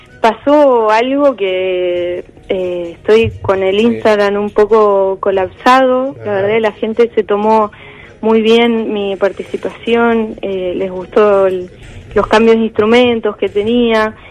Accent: Rafaela, Santa Fe, Argentina; moved away as an adult; now in Buenos Aires, Argentina; Nací ahí, sí. Estudié ahí, mis primeros instrumentos, mis primeras carreras de tecnicatura. Después viví en Santa Fe 6 años, porque estudié en la UNL, Dirección Orquestal, y hace 4 años que vivo en Buenos Aires.

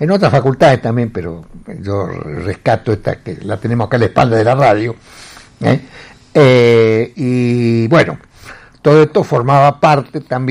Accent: Argentina

